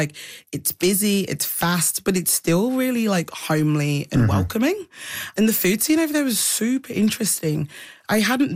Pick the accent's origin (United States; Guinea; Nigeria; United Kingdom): Nigeria; Ekiti; So I'm from Ekiti State, which is just like maybe 2 hours north of Lagos.